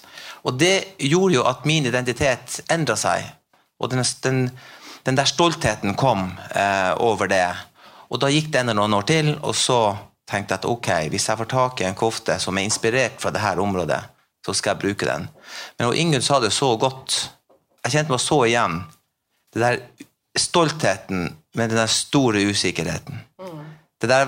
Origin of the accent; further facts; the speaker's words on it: Finnmark, Norway; jeg vokste opp i Ålefjord, og det jo en sjøsamisk bygd fra gammelt av. Et par generasjoner tilbake i tid så snakket jo alle samisk, men jeg visste jo ikke det når jeg vokste opp der. Så vi vokste opp som norsk